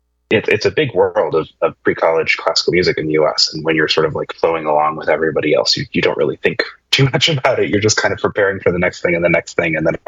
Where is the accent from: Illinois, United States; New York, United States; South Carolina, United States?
Illinois, United States; Chicago; born there; also born or lived in Dallas-Fort Worth, Texas; I grew up mostly in the Chicagoland area. While I was in elementary school and just before, I actually lived in the Dallas-Fort Worth area.